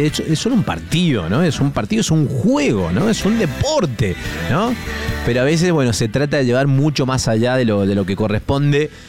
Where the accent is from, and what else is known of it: Argentina